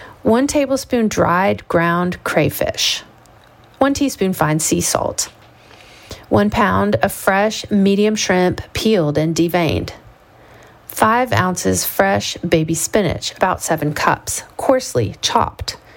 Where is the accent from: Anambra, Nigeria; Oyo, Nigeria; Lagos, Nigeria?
Lagos, Nigeria; Growing up in Lagos, I knew okra as just Ila, its name in Yoruba, which can also refer to any soup from southwest Nigeria, where okra is the star ingredient.